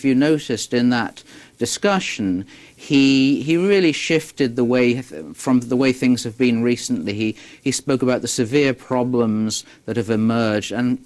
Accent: Canterbury, South East England, United Kingdom; moved away; I come from Canterbury. I was a schoolboy in Canterbury.

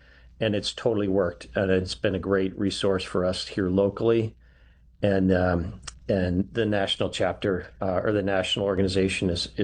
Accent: Michigan, United States; moved away as an adult; now in Boise, United States; I grew up in Michigan in a church-going family, and I attended Catholic schools for most of my grown-up years. Went to college and grad school in Michigan, and then eventually made it my way west.

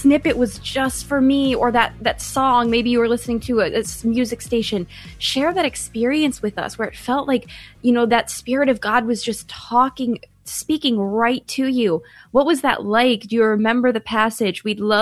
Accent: Ireland; I am Irish. I've got the gift of gabbing.

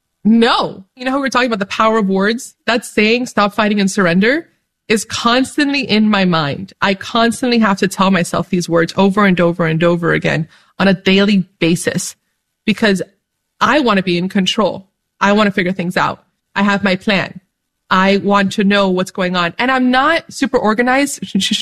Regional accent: Dominican Republic; I'm Dominican from the Dominican Republic, but I'm also Arabic. And my grandfather was raised in Bethlehem

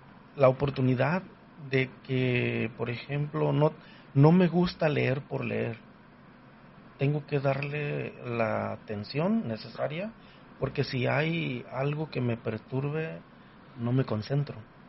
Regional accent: Bellavista, Jalisco, Mexico; moved away; Bueno, yo soy de, originalmente soy de Jalisco, de Bellavista, Jalisco.

